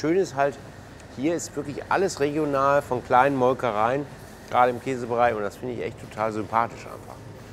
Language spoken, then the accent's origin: German; North Rhine-Westphalia, Germany; moved away; da bin ich auch mit groß geworden in NRW.